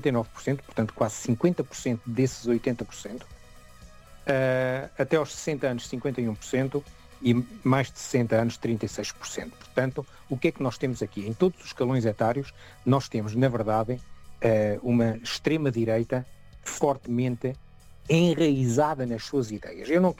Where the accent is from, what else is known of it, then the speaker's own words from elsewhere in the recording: Portugal; now in Germany; como português, não me agrada muito, português a residir na Alemanha